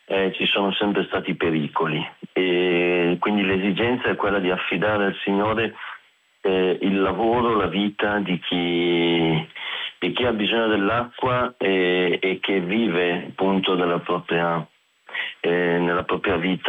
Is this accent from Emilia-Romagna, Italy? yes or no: no; Lombardy, Italy; io vengo dalla diocesi di Cremona